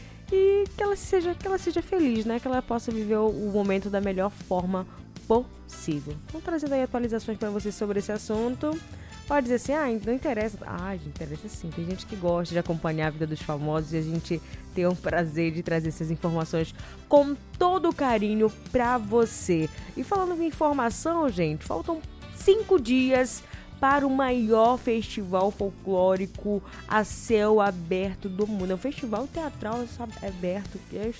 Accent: Pará, Brazil; a gente que é do estado do Pará

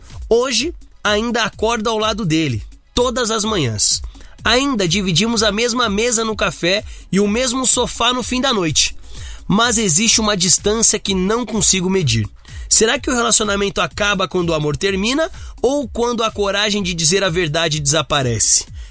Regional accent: Bahia, Brazil; born there; Nasci na Bahia.

